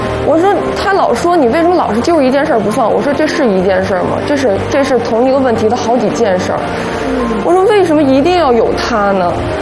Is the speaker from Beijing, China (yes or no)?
yes; Beijing, China; moved away; 因为他们都觉得我是北京的，肯定过两年就走了